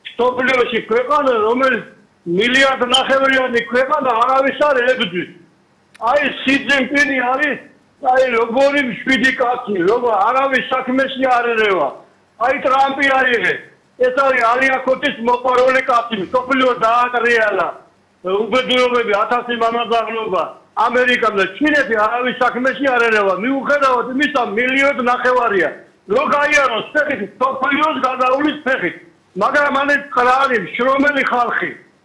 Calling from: Mtskheta-Mtianeti, Georgia; მე რავი ხეთის რაიონიდან ვარ

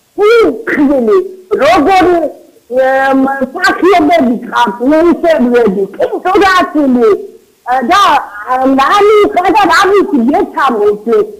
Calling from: Abkhazia, Georgia; აფხაზეთიდან ვარ, სვადასოლის აფხაზეთიდან.

